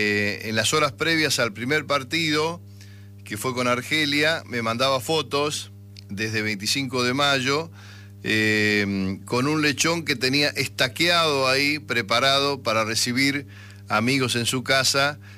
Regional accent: 25 de Mayo, Buenos Aires Province, Argentina; Valentín, que es oriundo de mi pueblo, de 25 de mayo.

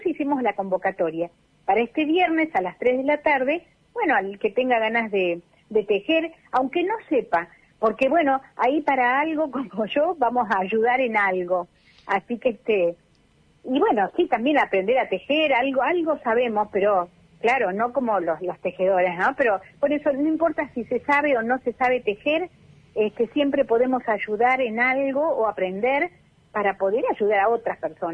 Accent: Astra, Chubut, Argentina; bueno, acá viste que somos de Astra, así que por ahí puede decir, en los kilómetros conozco a alguien

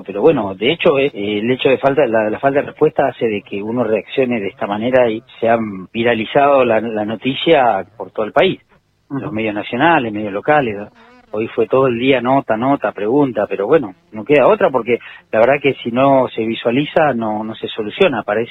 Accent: Esquel, Chubut, Argentina; Ya todos los que somos de Esquel sabemos que el edificio del hospital no da para más

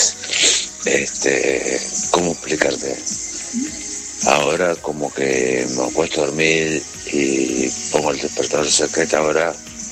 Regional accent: Fray Bentos, Río Negro, Uruguay; el uruguayo acá. El Fray Bento, el Frontero del Chubu, ya sabés.

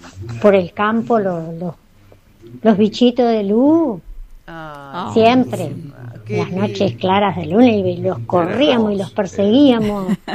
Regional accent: Arroyo Molino, Entre Ríos, Argentina; now in Concepción del Uruguay, Argentina; de Concepción del Uruguay. Me crié en Arroyo Molino, por acá cerca nomás.

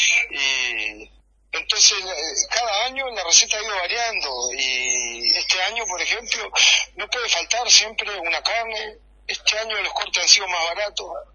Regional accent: Entre Ríos, Argentina; born there; now in Misiones, Argentina; Yo no soy no soy misionero, soy entrerriano de nacimiento, así que por eso un poco mi acento. Pero yo llegué acá hace unos años

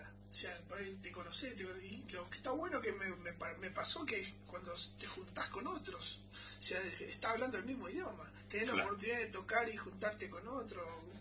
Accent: Malargüe, Mendoza, Argentina; Sí, sí, acá. Mi familia, mi mamá nacida acá también, sí.

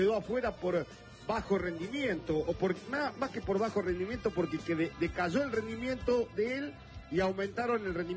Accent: Argentina; Pero bueno, somos argentinos sí.

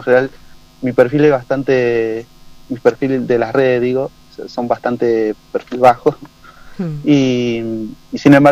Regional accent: Río Negro, Argentina; now in Bariloche, Argentina; Yo nací en Pilca, me crié ahí en Pilca Viejo, así que sí, me siento aparte, soy de acá, de la línea sur. Me siento barilochense también

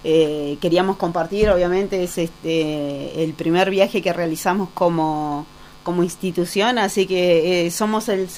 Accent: Ingeniero Jacobacci, Río Negro, Argentina; ¿sí? Soy de Yacobasi, bueno, y hermana de Mario

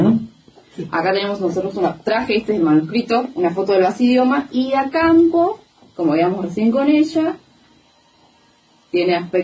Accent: Esquel, Chubut, Argentina

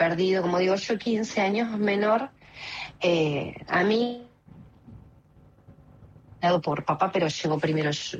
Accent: Banfield, Buenos Aires Province, Argentina; now in San Vicente, Argentina; Yo, bueno, zona sur, yo me crié en Banfield.

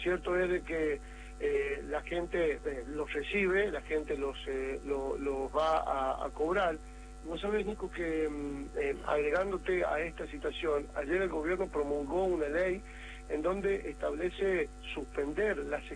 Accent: La Rioja, Argentina; porque no tenemos los riojanos, hablo como riojano, digamos

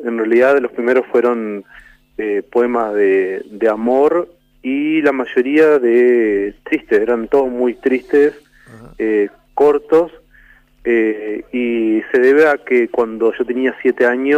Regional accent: Lucas Norte, Entre Ríos, Argentina; Los seis nacimos en el campo, en Lucas Norte. En ese momento era costumbre de que se naciera directamente en el campo.

